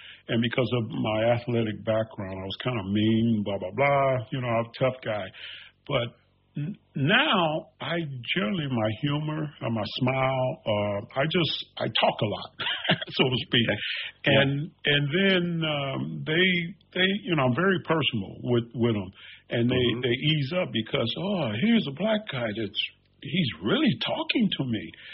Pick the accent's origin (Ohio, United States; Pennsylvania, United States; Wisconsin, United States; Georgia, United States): Ohio, United States; Cincinnati; And I grew up in Ohio, and so in the inner city there of Cincinnati. Okay. So that's where I'm from.